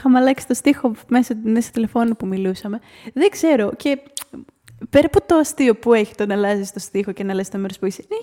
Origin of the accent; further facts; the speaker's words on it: Palekastro, Crete, Greece; moved away; θα είμαι στο χωριό μου και εγώ από το Παλέκαστρο